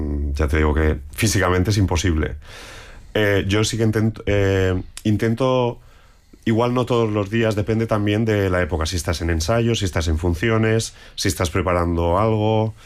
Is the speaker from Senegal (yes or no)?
no; Balearic Islands, Spain; accent: Mallorquín; first language Catalan (Mallorquín); Spanish is a second language; mi lengua materna y es como un disco de... Ahora que está tan de moda lo de Kilómetro Cero, pues mi lengua Kilómetro Cero es el catalán, el mallorquín